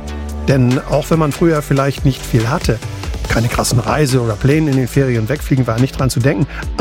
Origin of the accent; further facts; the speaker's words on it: Cuxhaven, Lower Saxony, Germany; ich bin in Cuxhaven aufgewachsen